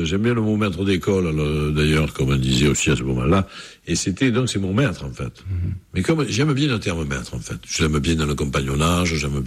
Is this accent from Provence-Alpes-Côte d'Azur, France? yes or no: yes; Marseille, Provence-Alpes-Côte d'Azur, France; Et je n'étais même pas marseillais, j'étais de l'Estac, en fait, j'étais de ce quartier-là.